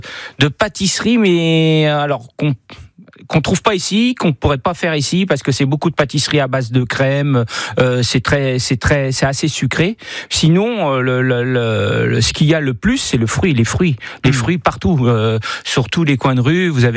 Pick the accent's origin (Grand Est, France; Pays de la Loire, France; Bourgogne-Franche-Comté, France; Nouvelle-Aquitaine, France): Pays de la Loire, France; Le Mans; parce que moi je suis natif du Mans à la base, je suis d'origine du Mans.